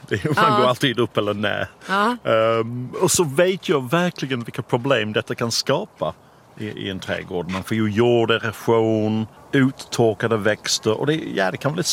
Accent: Sheffield, Yorkshire and the Humber, United Kingdom; Swedish is a second language; now in Sweden; Kanske jag var inte så medveten om det då när jag var liten, men jag minns att det var väldigt mycket som var terrasserad.

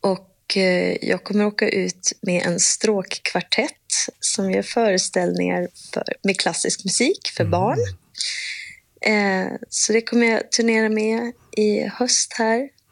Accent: Umeå, Västerbotten County, Sweden; Och jag är ju från Umeå. Och gick på, då hette det ju inte kulturskolan, det hette det musikskolan.

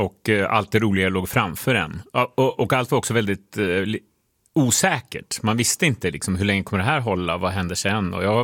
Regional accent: Estonia; Som mina föräldrar hämtar hem från Estland varje sommar när de är där, för vi är från Estland.

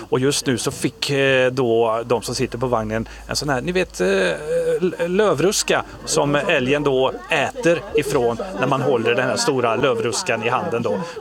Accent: Arvika, Värmland, Sweden; Det hände faktiskt mig när jag gick i skolan hemma i Arvika.

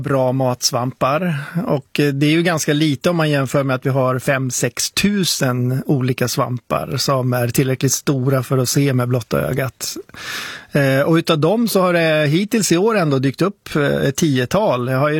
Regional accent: Sweden; Jag är svensk, det är hemligt.

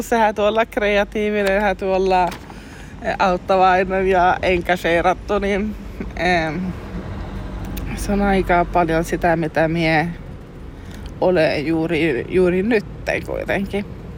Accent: Aareavaara, Norrbotten County, Sweden; Mihin olen kasvanut ylös Aareavaarassa, siellä on aina ollut paljon niin kuin föreeninkiä, paljon aktiviteettia lapsille.

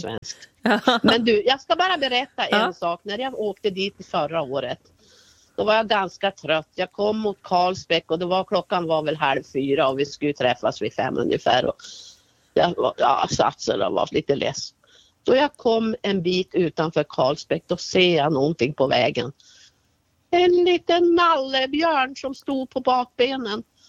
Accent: Bjurholm, Västerbotten County, Sweden; moved away; Då åker jag till min hemby där mitt föräldrahem är, som jag rår om då. Och det är i Njörsby i Bjurholms kommun.

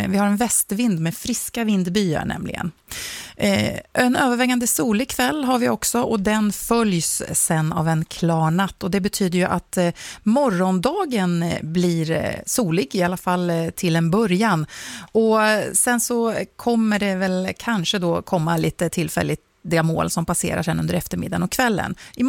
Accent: Östergötland, Sweden; born there; mitt hemland är Östergötland.

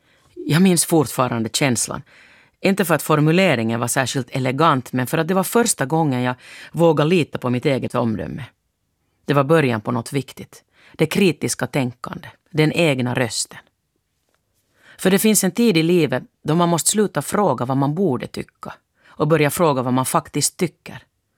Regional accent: Finland; born there

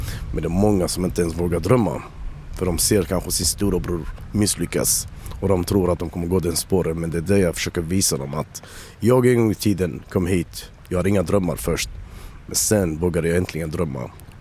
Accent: Kristianstad, Skåne, Sweden; Det där uppe är Albegatan 41 högst upp. Det var där jag växte upp.

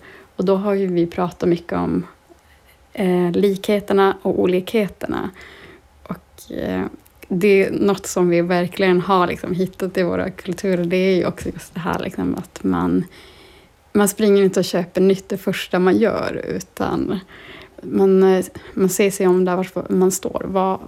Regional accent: Torne River valley, Norrbotten County, Sweden; Jag är ju uppvuxen just vid Torneälv

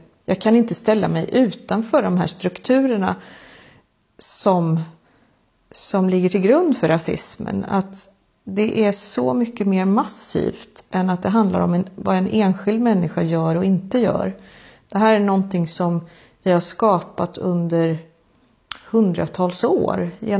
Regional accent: Sweden; det är väl kanske där som min svenska naivitet ligger, att som svensk så har man gärna velat tänka att nej, men jag ser inte hudfärg

